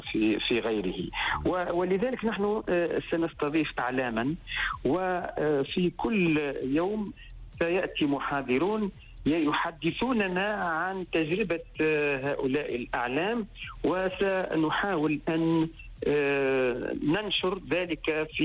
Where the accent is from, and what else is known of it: Tunisia